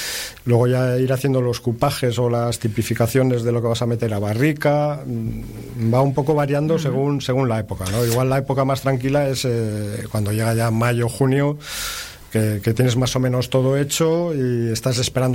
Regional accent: San Sebastián, Basque Country, Spain; born or raised there; moved away as an adult; now in La Rioja, Spain

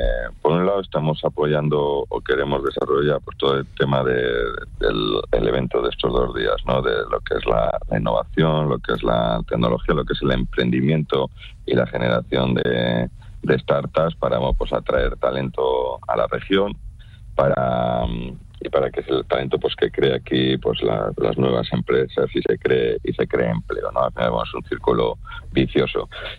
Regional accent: Langre, Cantabria, Spain; yo soy de Langre

